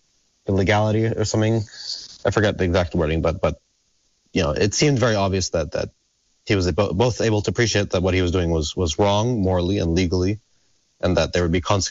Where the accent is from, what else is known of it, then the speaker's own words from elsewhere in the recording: Palestine; now in United States; We growing up in Palestine, we all experience what it's like to be Palestinian, and we also experience what it was like to be Palestinian in the United States.